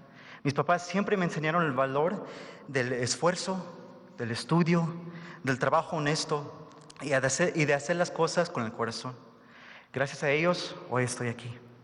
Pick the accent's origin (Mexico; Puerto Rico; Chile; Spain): Mexico; now in United States; especialmente a quienes, siendo mexicanos, vivimos en los Estados Unidos.